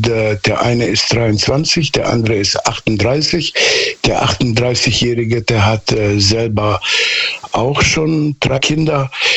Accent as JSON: {"language": "German", "region": "Southern Germany", "country": "Germany", "tie": "born or raised there", "said": "Ich bin quasi auf dem Dorf aufgewachsen in Süddeutschland. Da war die Welt ein bisschen anders und komischerweise heute ist das immer noch so."}